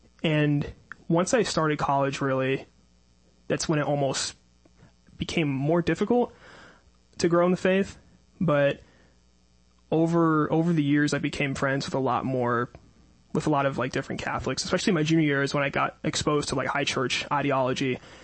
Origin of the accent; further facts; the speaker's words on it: Wilmington, North Carolina, United States; moved away as an adult; now in Raleigh, United States; I grew up in Wilmington, and I'm here for college, and it was during my college journey when I found Catholicism.